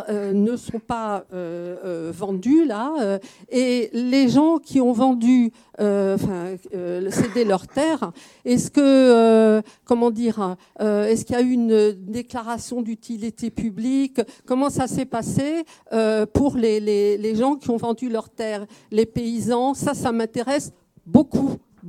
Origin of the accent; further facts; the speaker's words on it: Paris, Île-de-France, France; Je suis une immigrée, je viens de Paris 15e.